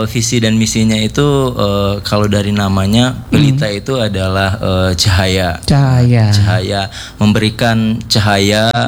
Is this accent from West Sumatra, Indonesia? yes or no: yes; Payakumbuh, West Sumatra, Indonesia; now in Bandung, Indonesia; Nah, aku kan asalnya Payakumbuh. Nah, di situ aku wisuda, balik lagi ke Bandung